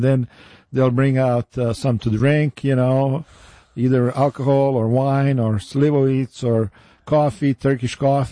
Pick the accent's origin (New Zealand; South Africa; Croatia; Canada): Croatia; now in United States; my home country, Croatia